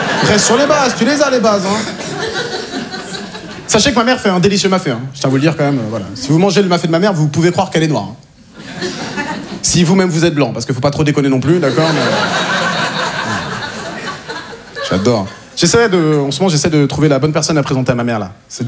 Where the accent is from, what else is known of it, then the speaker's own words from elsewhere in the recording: Normandy, France; born there; Tu me demandes, tu viens d'où? Je te réponds honnêtement. Moi, je suis né en Normandie.